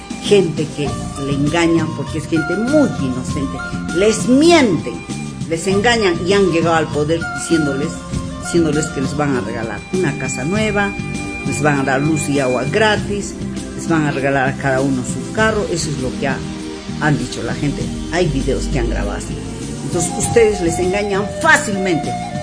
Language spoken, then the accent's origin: Spanish; Pucará, Puno, Peru; Yo soy puneña, de madre ayavireña, de padre azangarino, y yo soy de Pucará Estacito.